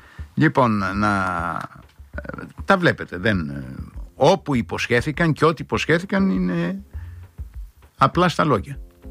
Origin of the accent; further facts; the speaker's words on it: Ierapetra, Crete, Greece; οι αντιδράσεις κάτω στην ιδιαίτερη πατρίδα μου, ή μάλλον ένα από τους ιδιαίτερους τόπους της Κρήτης, μεγάλος από την Ιερά Πέτρα